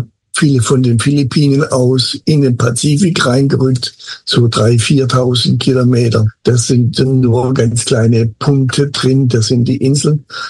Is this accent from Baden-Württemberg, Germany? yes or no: yes; Baden-Württemberg, Germany; Und ich bin Schwabe